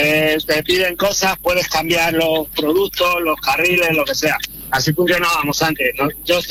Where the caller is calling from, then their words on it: Getafe, Community of Madrid, Spain; aquí en Madrid, en Getafe, concretamente.